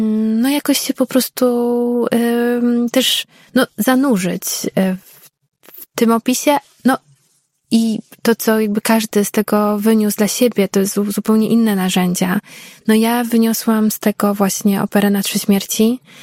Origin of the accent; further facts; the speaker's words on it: Warsaw, Masovian Voivodeship, Poland; born there; Ja się urodziłam w Warszawie i to miasto kocham i gdzieś czuję też, że to jest po prostu moje miasto